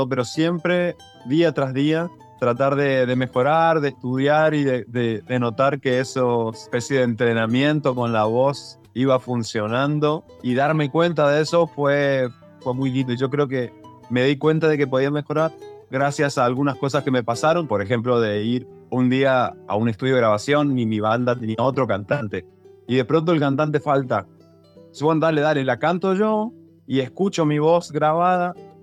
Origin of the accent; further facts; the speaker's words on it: Resistencia, Chaco, Argentina; arranqué tocando en bandas de rock en el Chaco, porque vengo de ahí, vengo de Resistencia Chaco.